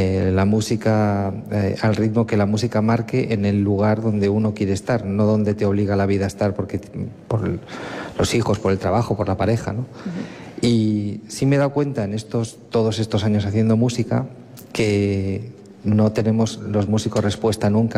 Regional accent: Cantabria, Spain

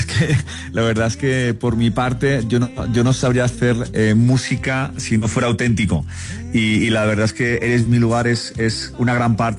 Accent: Alicante, Valencian Community, Spain; moved away as an adult; now in Bogotá, Colombia; mi ciudad natal, que es Alicante

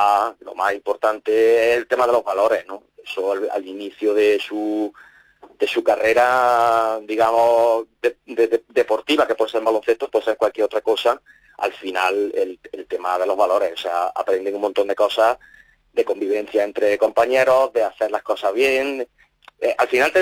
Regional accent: Martos, Andalusia, Spain; yo soy de Martos, y en Martos hay 3 equipos de fútbol.

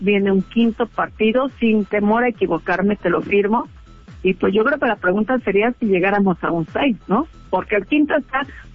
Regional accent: Mexico; nosotros como mexicanos

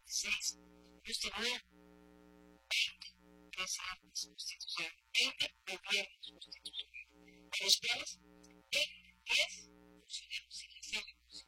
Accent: Costa Rica; quiero decir que como costarricense, me siento orgulloso de eso.

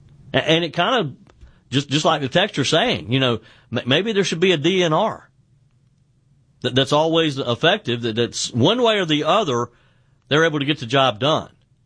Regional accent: South Carolina, United States; the cost to house an inmate in my home state of South Carolina is about $62 a day

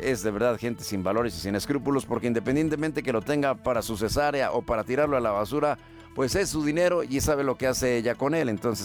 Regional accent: Guadalajara, Jalisco, Mexico; Yo soy de Guadalajara, entonces dije, si es una taquería a la que yo acudí

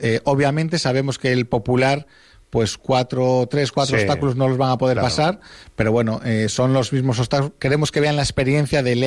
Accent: Spain; Pues somos españoles, vamos, exacto, a esperar al final.

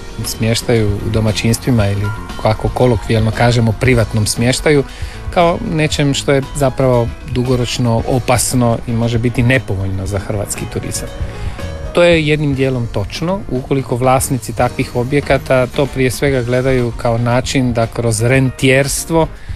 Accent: Karlovac, Karlovac County, Croatia; mi u Karlovcu, ja sam iz Karlovca

